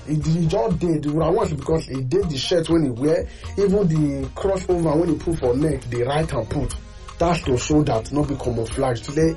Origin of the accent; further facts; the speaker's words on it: Nigeria; even me as a Nigerian, I never can understand.